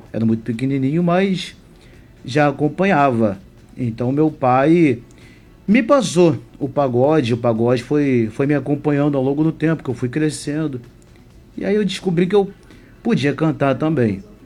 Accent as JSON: {"language": "Portuguese", "town": "Campos dos Goytacazes", "region": "Rio de Janeiro", "country": "Brazil", "moved": "as an adult", "said": "Eu sou de Campos dos Goytacazes"}